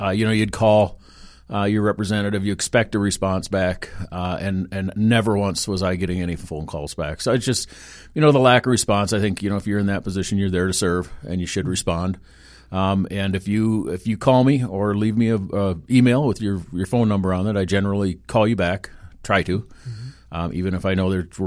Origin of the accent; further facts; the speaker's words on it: Randolph, Minnesota, United States; moved away as an adult; also born or lived in Atlanta / Virginia Beach; now in Bemidji area, Minnesota, United States; I'm originally from southern Minnesota, a little town called Randolph, down by Northfield. We were raised on a farm.